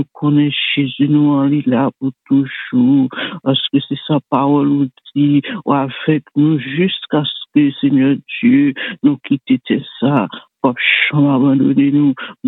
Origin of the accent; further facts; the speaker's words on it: Haiti; pays nous, Haïti